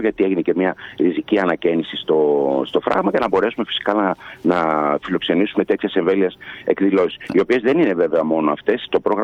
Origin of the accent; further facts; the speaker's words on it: Tagarades, Central Macedonia, Greece; Σας καλημερίζω από την όμορφη Θέρμη και τους Σταγαράδες στο χωριό μου.